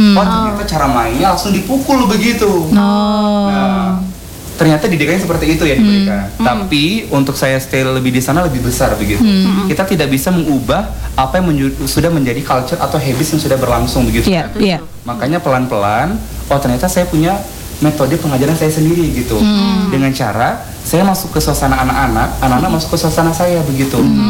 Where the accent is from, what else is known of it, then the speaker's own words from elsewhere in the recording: Sumatra, Indonesia; contoh saya dari Sumatera begitu kan, baru di sana.